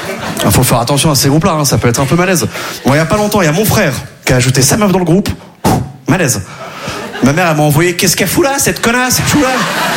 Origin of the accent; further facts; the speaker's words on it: Quimperlé, Brittany, France; Si vous voyez là, déjà là d'où je viens à Quimperlé, on n'avait pas les sports cool.